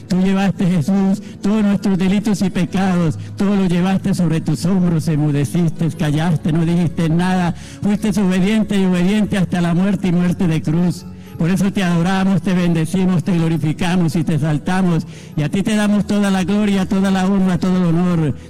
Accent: Colombia; now in Cúcuta, Colombia; nosotros como colombianos, como frontera, seremos beneficiados de esa frontera que siempre fue para Cúcuta

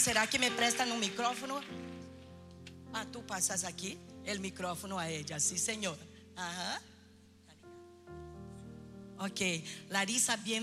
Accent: Brazil; como buenos brasileños que somos

